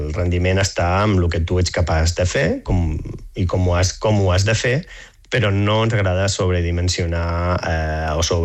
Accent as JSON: {"language": "Catalan", "region": "Catalonia", "country": "Spain", "moved": "yes", "said": "Doncs sí, som bastants catalans aquí"}